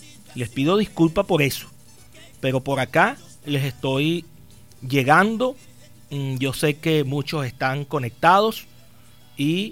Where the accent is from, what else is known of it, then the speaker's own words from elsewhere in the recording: Altagracia de Orituco, Guárico, Venezuela; la ciudad de Altagracia y Orituco, al municipio José Tadeo Monagas, que es donde vivo, que es donde he crecido profesionalmente, donde crecí, donde me gradué en el liceo, luego en el Liceo Buena Hora, nací en el Hospital Dr. José Francisco Torrealba un 28 de septiembre